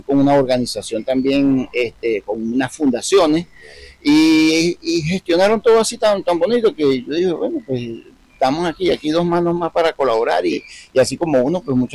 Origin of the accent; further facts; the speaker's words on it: Caracas, Capital District, Venezuela; moved away as an adult; now in Manta, Ecuador; yo soy de Caracas, pero tengo familia en Mérida.